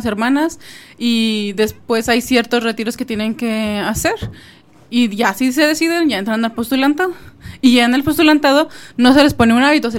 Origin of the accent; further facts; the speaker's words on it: Ciudad Juárez, Chihuahua, Mexico; soy de aquí de Ciudad Juárez y tengo 11 años en el monasterio.